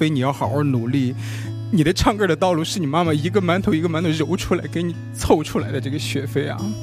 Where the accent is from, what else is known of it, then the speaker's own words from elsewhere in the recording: Dezhou, Shandong, China; 因为我是出生在山东最北边的一个县城德州涝林，然后因为涝林这个县城挨着河北比较近